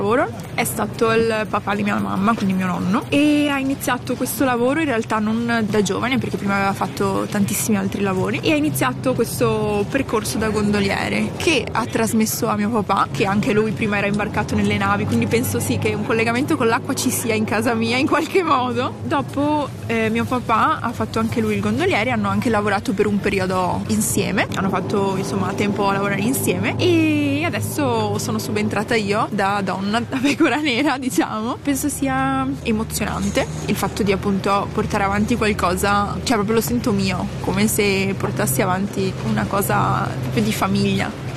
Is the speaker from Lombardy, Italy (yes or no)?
no; Venice, Veneto, Italy; ho 22 anni e sono nata a Venezia, cresciuta a Venezia.